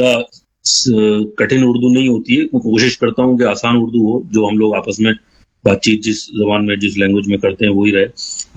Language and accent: Hindi; Uttar Pradesh, India; born there; मेरा जन्म हिंदुस्तान की एक जो स्टेट है यूपी